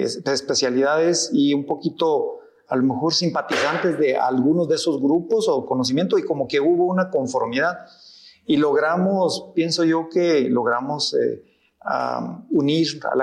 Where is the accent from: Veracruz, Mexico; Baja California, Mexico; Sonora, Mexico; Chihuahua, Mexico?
Chihuahua, Mexico; Colonia Oscar Soto Máñez; estando en la secundaria aquí en Colonia Oscar Soto Máñez, en mi pueblo natal